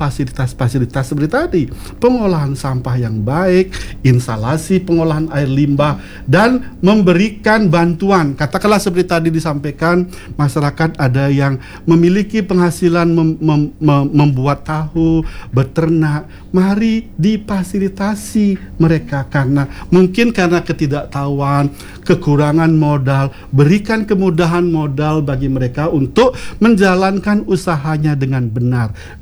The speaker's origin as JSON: {"language": "Indonesian", "region": "Bali", "country": "Indonesia", "said": "Kita masyarakat Bali"}